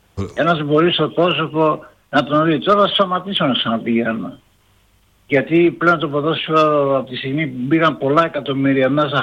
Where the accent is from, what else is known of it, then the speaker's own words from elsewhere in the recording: Greece; Εγώ στο διοικητήριο μεγάλωσα, στα Μάρμαρα.